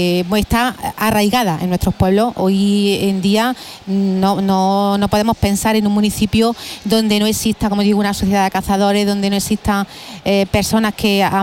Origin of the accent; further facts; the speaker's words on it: Lopera, Andalusia, Spain; en mi pueblo, por ejemplo, un pueblo de pequeño como El Ópera